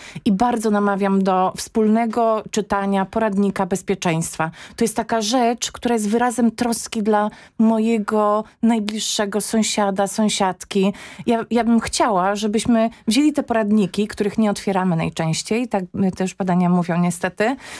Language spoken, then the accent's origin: Polish; Gdańsk, Pomeranian Voivodeship, Poland; Ja jestem z Gdańska